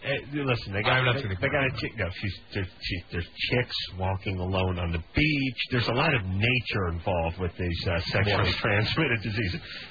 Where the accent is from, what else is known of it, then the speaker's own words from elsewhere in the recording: North Hollywood, California, United States; I'm from North Hollywood. If I see a snail, I'm really excited.